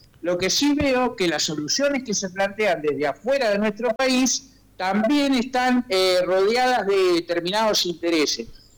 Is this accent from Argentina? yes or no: yes; Argentina